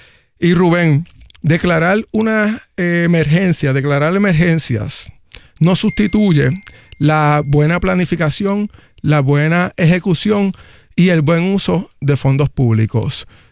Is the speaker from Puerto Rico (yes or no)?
yes; Aguada, Puerto Rico; El noroeste de donde yo soy, Aguada